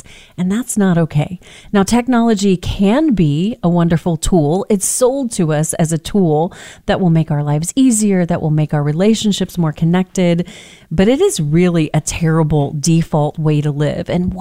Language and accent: English; United States